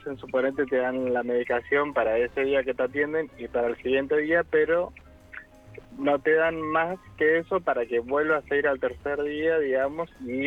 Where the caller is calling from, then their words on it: Pilar, Buenos Aires Province, Argentina; Yo vivo en Pilar, como te dije más de una vez, pero vengo a trabajar acá a Capital.